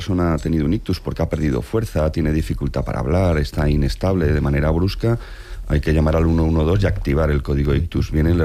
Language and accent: Spanish; Spain; Soy muy español en esto.